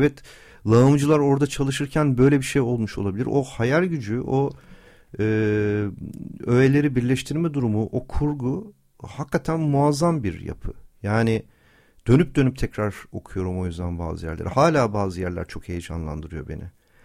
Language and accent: Turkish; Ankara, Turkey; moved away as an adult; now in Istanbul, Turkey; İstanbul tabii doğma büyüme Ankaralıyız ama artık neredeyse hayatımın yarısını İstanbul'da geçirmiş olacağım.